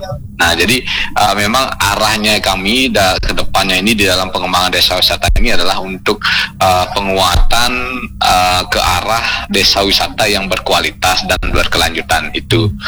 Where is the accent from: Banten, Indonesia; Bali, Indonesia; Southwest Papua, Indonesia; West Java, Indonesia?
Bali, Indonesia